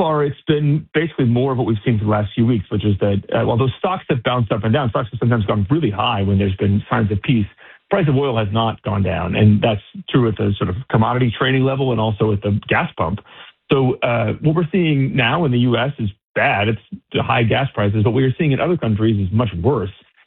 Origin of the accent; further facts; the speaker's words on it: Texas, United States; I'm a Texan